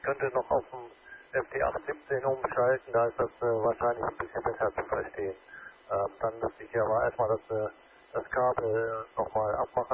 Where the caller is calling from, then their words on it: Sonsbeck, North Rhine-Westphalia, Germany; mein QTH ist aber am Niederrhein. Sonsbeck bei Xanten, vielleicht sagt ihr da so ein bisschen was. Da ist so ein kleines Dorf in der Nähe von Xanten.